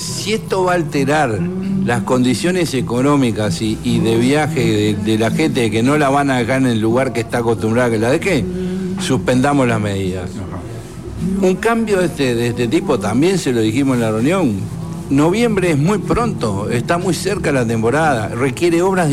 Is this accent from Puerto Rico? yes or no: no; Uruguay